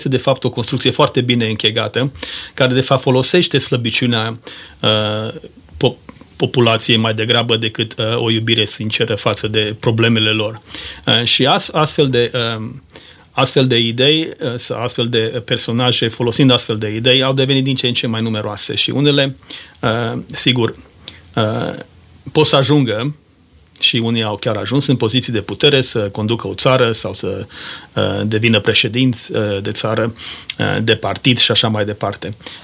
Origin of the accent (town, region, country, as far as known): Romania